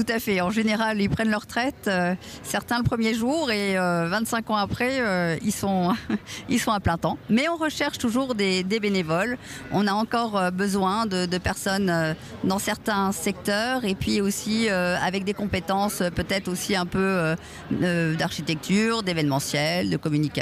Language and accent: French; Grand Est, France; moi je viens tout en haut du Bas-Rhin, et j'ai vraiment grand plaisir à venir ici